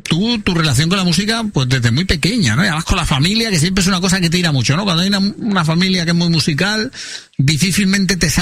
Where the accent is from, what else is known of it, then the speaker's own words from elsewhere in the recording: Oria, Andalusia, Spain; Yo soy de Oria.